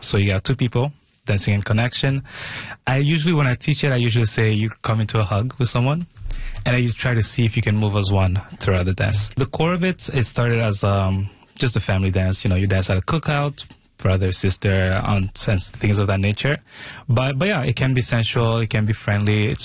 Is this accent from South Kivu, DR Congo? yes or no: yes; Bukavu, South Kivu, DR Congo; now in Canada; So living in Congo at the time, I'm from Bukavu, so it's on the eastern side of Congo.